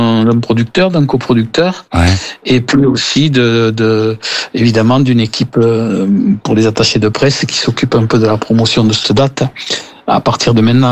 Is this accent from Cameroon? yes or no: no; Cahors, Occitanie, France; moved away as an adult; now in Bassin d'Arcachon, France; J'étais dans le Lot, puisque ma région natale. C'est ma ville natale, c'est Cahors, dans le Lot. Et j'ai toujours vécu à Cahors